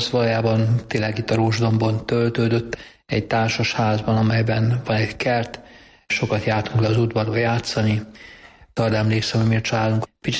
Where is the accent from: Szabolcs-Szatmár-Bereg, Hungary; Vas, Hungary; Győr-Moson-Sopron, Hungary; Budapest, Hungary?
Budapest, Hungary; 1964. július 9-én születtem Budapesten.